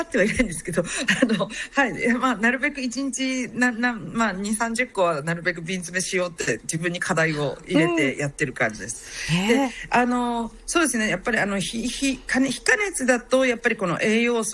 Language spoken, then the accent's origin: Japanese; Aichi, Japan; now in New Zealand; 私の実家の愛知県